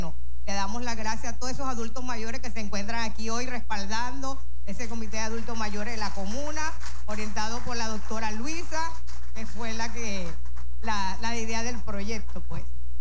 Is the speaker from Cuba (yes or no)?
no; Monagas, Venezuela; nosotros como venezolanos y monaguenses hemos logrado y hemos salido de estas dificultades